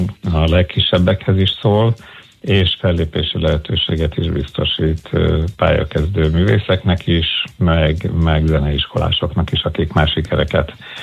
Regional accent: Veszprém, Veszprém County, Hungary; born there; én magam is itt születtem, egyébként innen indultam az utamra, és aztán jöttem vissza

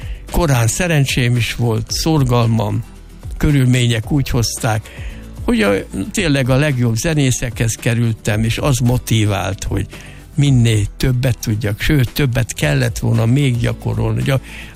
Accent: Kalocsa, Bács-Kiskun, Hungary; Én olyan millióban nőttem föl, édesanyám is nagyon vallásos volt, főleg anyám. És Kalocsa, hát nem kell mondani, az volt a Fellegvár, a kalocsai érsekség, ugye?

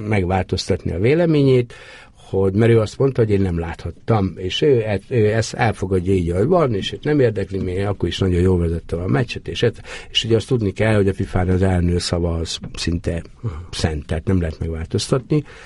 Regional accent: Hungary; magyarként odaérhettem.

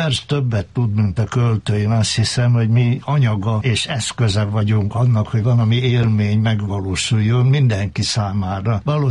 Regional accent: Győr, Győr-Moson-Sopron, Hungary; 31-ben születtem, ez volt az a nagy gazdasági válság. Az apám otthon élt, később újra kapott munkát, de ettől a kapcsolatunk még szorosabbá vált, szinte barátok voltunk, mindig elkísért engem az iskolába. Gyalog mentünk Révfaluból be a város közepébe

